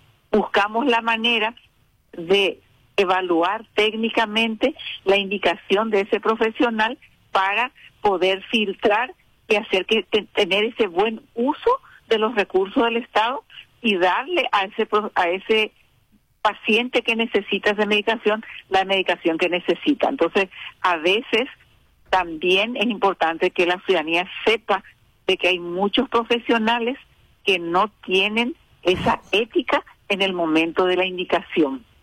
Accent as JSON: {"language": "Spanish", "country": "Paraguay", "said": "tenemos como ciudadano paraguayo"}